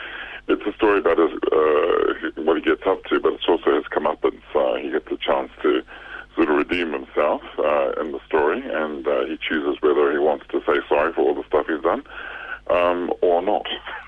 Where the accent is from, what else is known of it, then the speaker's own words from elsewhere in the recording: New Zealand; born there; So when I was born in New Zealand, and my family are Samoan, and back then, in the olden days, you had to go to church every Sunday, and you had no choice growing up in a family of nine kids.